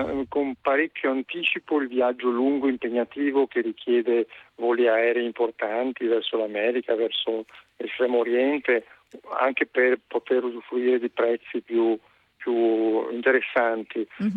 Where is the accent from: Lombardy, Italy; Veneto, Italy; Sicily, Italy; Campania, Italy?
Veneto, Italy; la mia terra, faccio questa premessa, che è l'altopiano di Asiago, in provincia di Vicenza, terra meravigliosa, verde, con tanti paesini tranquilli dove stare al fresco